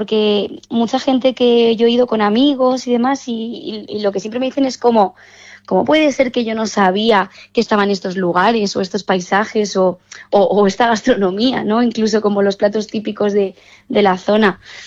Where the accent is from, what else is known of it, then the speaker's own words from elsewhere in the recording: La Cierva, Castilla-La Mancha, Spain; Claro, ¿cómo no voy a decir mi pueblo? Yo digo primero La Cierva, ¿no?